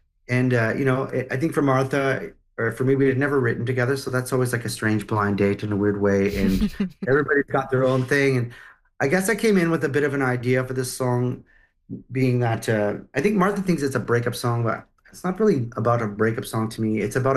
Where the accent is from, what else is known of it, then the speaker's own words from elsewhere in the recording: Montreal, Quebec, Canada; I grew up in Montreal, so I grew up being exposed